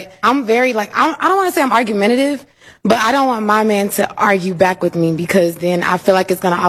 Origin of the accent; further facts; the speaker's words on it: the South, United States; I'm from the South